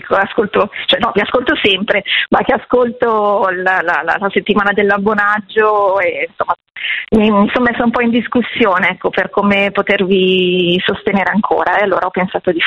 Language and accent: Italian; Milan, Lombardy, Italy; Pur essendo milanese, sì. Vi ho conosciuto più tardi, intorno ai miei, credo, 25-30 anni, una cosa del genere. E adesso ne ho 50 come Radio Popolare. Ecco sì, sono del 75 come Radio Popolare.